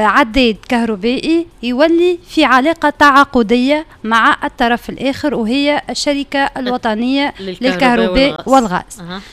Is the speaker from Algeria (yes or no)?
no; Tunisia; بلادنا تعدى بفترة استثنائية جدا،